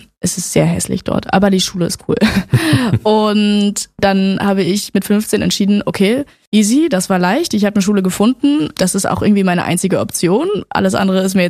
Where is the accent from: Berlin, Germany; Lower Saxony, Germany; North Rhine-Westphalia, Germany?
Berlin, Germany; ich komme aus Berlin